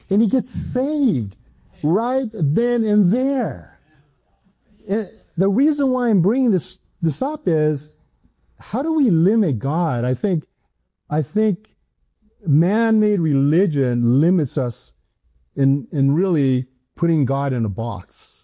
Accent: Hawaii, United States; also born or lived in San Diego; I grew up in Hawaii. I was in Hawaii and that's where I went to school.

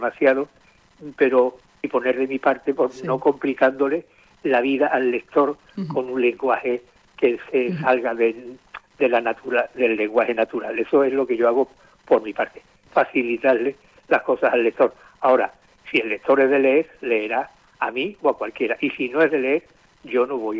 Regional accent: Seville, Andalusia, Spain; tengo querencia como sevillano por Cádiz.

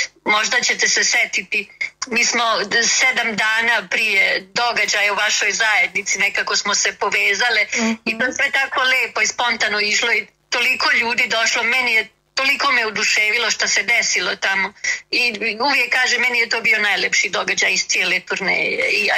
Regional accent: Slovenia; moved away as an adult; now in Australia; je prije svega Bosanka koja je rođena i odrasla u Sloveniji. Moji roditelji su trbuhom za kruhom otišli 60-ih godina iz Bosne, otac iz Prijedora, majka iz Bijeljine. Otišli su za Sloveniju

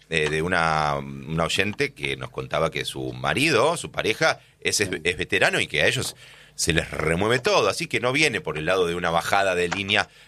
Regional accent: Argentina; Uno no sé si tiene una explicación como argentino

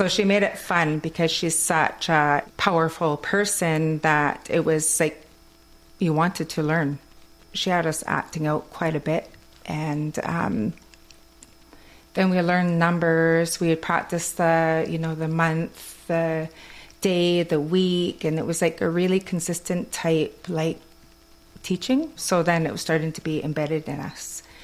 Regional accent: British Columbia, Canada; accent: Kwakwala; my accent from Kwakwala goes into English.

